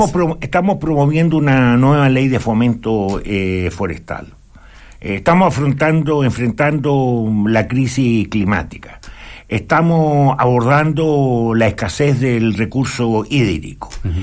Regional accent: Chile; yo soy chileno.

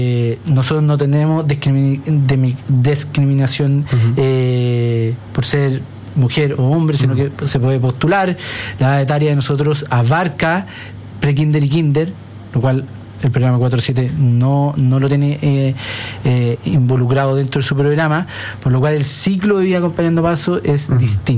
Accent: Chile; yo, como muchos chilenos

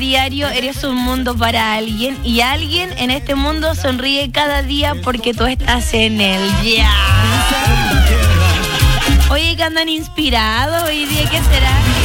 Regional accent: Los Ángeles, Biobío, Chile; Hola, cariñita … ¿Me puedes saludar? Estoy de cumpleaños. Soy de Los Ángeles.

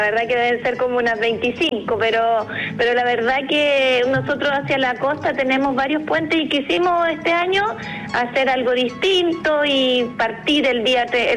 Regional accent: Chile

